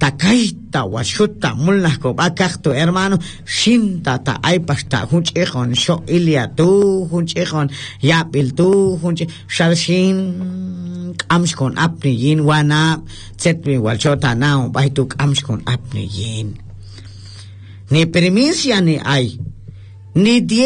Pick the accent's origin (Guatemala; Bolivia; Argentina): Guatemala; Entonces somos personas qu